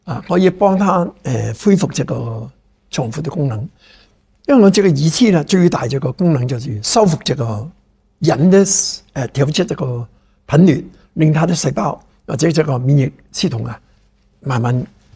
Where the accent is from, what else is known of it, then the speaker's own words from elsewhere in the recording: Hong Kong; 各位观众你好，